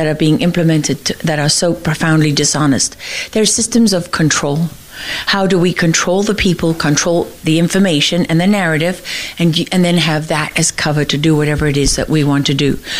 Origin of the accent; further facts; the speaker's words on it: Texas, United States; my hometown in Texas